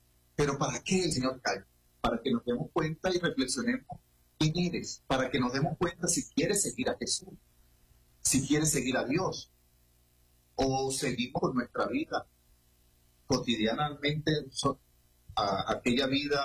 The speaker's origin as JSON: {"language": "Spanish", "town": "Caracas", "region": "Capital District", "country": "Venezuela", "said": "Sí, yo soy caraqueño, ¿sí? Soy caraqueño, tengo toda mi familia en La Vega, en Caracas, tengo en el Táchira, ya casi voy a cumplir dentro de un año y tanto. Voy a cumplir 25 años aquí en el Táchira."}